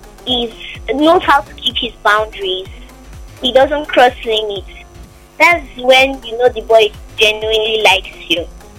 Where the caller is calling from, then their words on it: Port Harcourt, Rivers, Nigeria; I'm calling from Nigerian FLC, Port Harcourt.